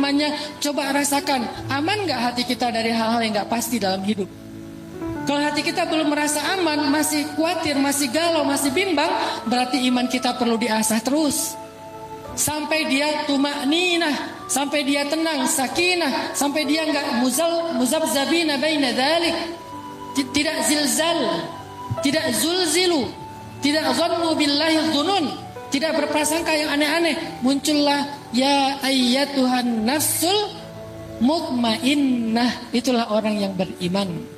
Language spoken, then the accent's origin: Indonesian; Aceh, Indonesia; now in West Java, Indonesia; Saya Sumatera Aceh pula. Yang ngomongnya itu mungkin karena sekarang alhamdulillah saya udah lama di Jawa Barat, di Sunda.